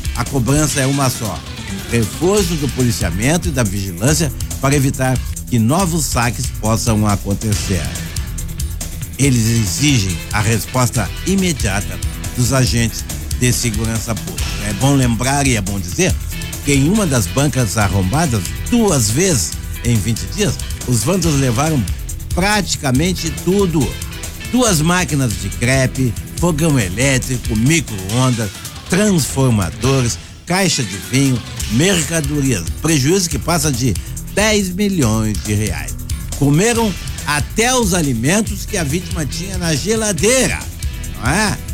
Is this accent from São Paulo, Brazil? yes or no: no; Porto Alegre, Rio Grande do Sul, Brazil; Digo que é o bairro onde eu me criei. É, cheguei lá garoto de 2 anos e fiquei lá até os 16 anos.